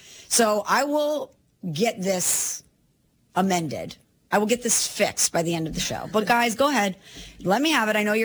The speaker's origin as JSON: {"language": "English", "town": "St. Louis", "region": "Missouri", "country": "United States", "tie": "born or raised there", "said": "I had the honor of throwing out the first pitch for the St. Louis Cardinals, my hometown franchise that I grew up loving, still love to this day."}